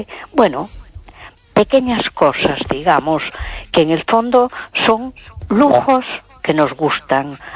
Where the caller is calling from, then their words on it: A Coruña, Galicia, Spain; de Coruña.